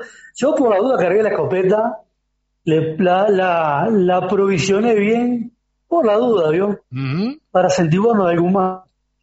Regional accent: Uruguay; now in Paraguay

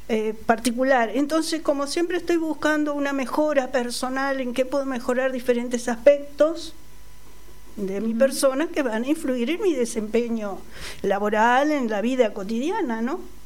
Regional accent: Juan Lacaze, Colonia, Uruguay; born there; Nací en Juan Lacase.

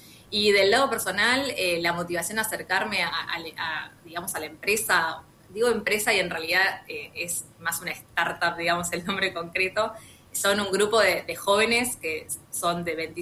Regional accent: Argentina; now in Montevideo, Uruguay; yo soy argentina viviendo en Montevideo

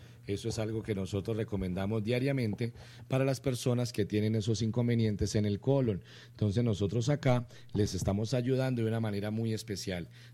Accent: Santander, Colombia; Yo soy santandereano

